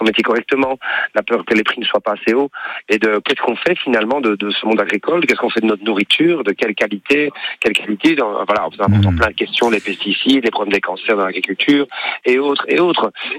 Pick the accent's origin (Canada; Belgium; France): Belgium; Oui, oui, on est belge. Toute l'équipe de tournée ici avec nous, on est tous belges, oui, tout à fait.